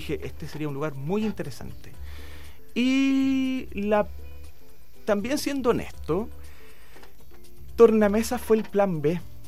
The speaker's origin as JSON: {"language": "Spanish", "region": "Valparaíso", "country": "Chile", "said": "entendiendo que si somos porteños, queremos la ciudad"}